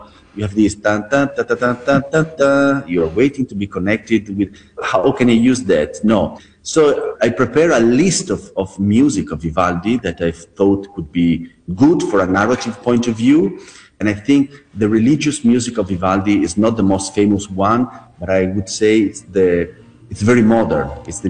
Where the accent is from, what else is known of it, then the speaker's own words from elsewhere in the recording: Venice, Veneto, Italy; Because Venice is my hometown